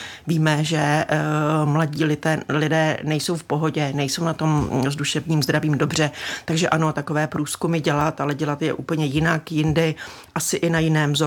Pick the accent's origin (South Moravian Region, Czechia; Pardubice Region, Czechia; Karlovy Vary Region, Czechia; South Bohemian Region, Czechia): Pardubice Region, Czechia; Já jsem z Pardubic